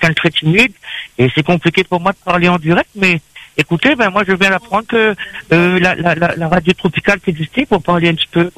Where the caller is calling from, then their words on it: Saint-Philippe, Réunion; Je suis sur Saint-Philippe.